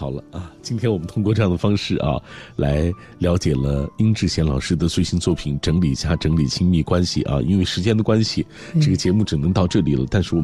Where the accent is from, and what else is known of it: China